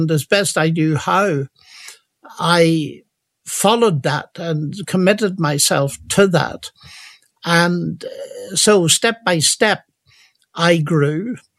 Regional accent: Northern Ireland, United Kingdom; born or raised there; moved away

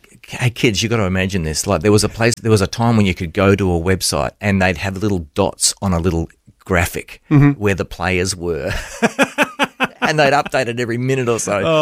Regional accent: Werribee, Victoria, Australia; born there; I was born in Melbourne, actually, Werribee.

